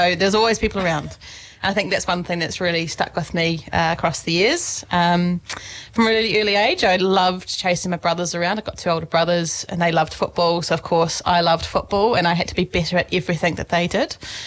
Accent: Christchurch, Canterbury, New Zealand; also born or lived in Palmerston North; born in Palmy, but raised in Christchurch. Okay. Moved when I was about three. So don't remember a whole lot about it, but I've got a claim there in Palmy. Raised in Christchurch

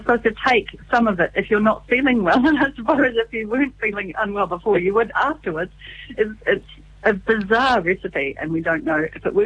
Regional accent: South Island, New Zealand; now in Auckland, New Zealand; I have a lot of fondness for the whole concept of quinces from growing up in the South Island. We used to go on holiday to this sheep farm

